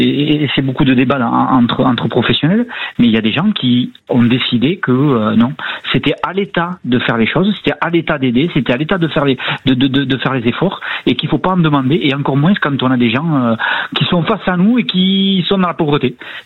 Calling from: Bayonne, Nouvelle-Aquitaine, France; moi je suis à Bayonne.

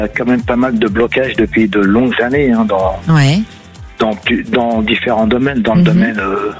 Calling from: Champigny-sur-Marne, Île-de-France, France; J'appelle de Champigny-sur-Marne dans le 94.

